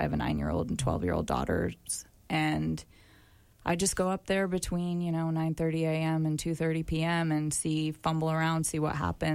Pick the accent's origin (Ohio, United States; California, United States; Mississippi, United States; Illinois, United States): California, United States; Nevada City; born or raised there; moved away